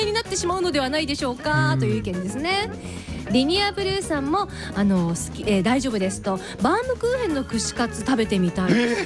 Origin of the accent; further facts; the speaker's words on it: Osaka, Japan; 大阪出身です。